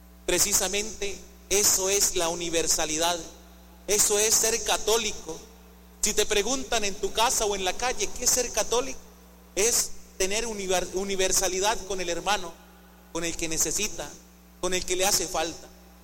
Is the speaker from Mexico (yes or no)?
no; Colombia; como colombianos, no solamente por sangre, sino porque somos hijos de Dios